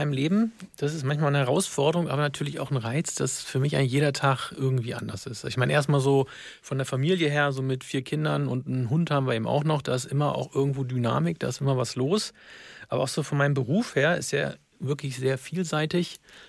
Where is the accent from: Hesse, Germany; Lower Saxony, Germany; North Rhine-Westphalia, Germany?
Lower Saxony, Germany; Braunschweig; now in East Frisia, Germany; ich bin nicht immer in Ostfriesland gewesen, bin aber gebürtiger Niedersachse, komme aus Braunschweig.